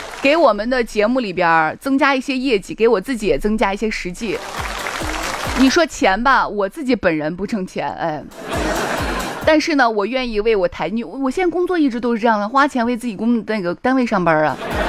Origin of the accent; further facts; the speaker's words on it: Shaanxi, China; 就是因为在陕西人心里边有很多学校呢，是我们陕西人心里边的一座大山。